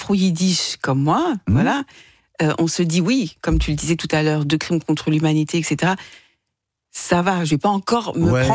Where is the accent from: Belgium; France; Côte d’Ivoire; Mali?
France; je l'aime, ce … évidemment, comme nous tous en tant que Français.